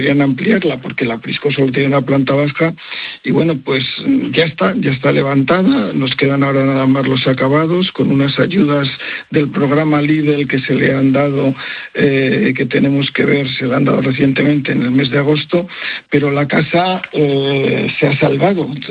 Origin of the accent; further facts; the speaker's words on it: Castile, Spain; Yo soy castellano y siempre he trabajado entre Palencia y Soria, en tierra de campos, y ahora mismo en Soria, en la zona del Burgo de Osma, lindando con Ayllón.